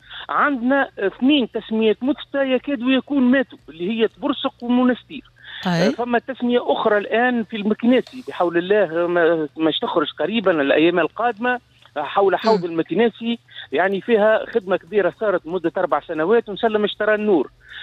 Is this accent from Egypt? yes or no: no; Tunisia